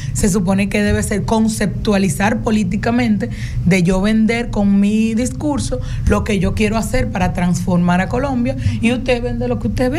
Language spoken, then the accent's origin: Spanish; Dominican Republic; don Hipólito habla como hablamos nosotros, los dominicanos y dominicanos